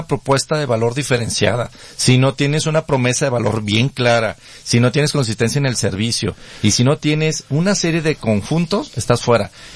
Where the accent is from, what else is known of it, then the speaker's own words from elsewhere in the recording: Jalisco, Mexico; yo soy de Jalisco